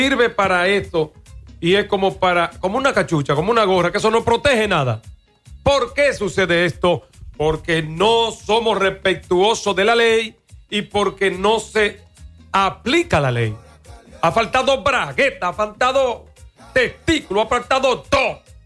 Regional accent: Moca, Espaillat, Dominican Republic; aquí, de mi pueblo de Moca

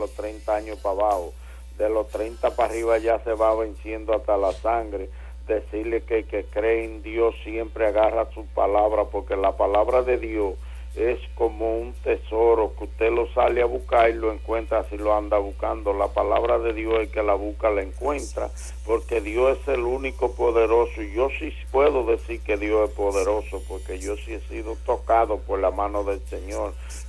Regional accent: Espaillat, Dominican Republic; born there; moved away; Puesto Grande, La Joya, mi tierra querida, aunque vive en otro lugar. Fue la tierra que más hambre me quitó en mi juventud

